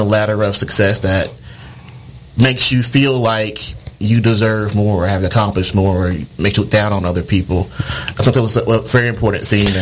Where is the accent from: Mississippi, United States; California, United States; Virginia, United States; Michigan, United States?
Mississippi, United States; I'm from Mississippi